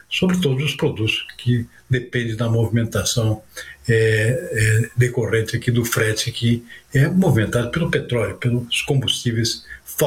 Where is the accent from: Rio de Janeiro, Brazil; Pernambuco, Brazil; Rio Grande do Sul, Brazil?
Pernambuco, Brazil; Paulista; Eu sou de Paulista.